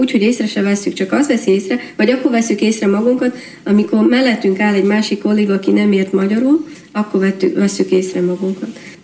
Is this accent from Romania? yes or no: no; Vynohradiv, Zakarpattia Oblast, Ukraine; first language Hungarian; Szintén születtem Szőlősön, itt is laktam végig. Nagyszőlősi lakos vagyok.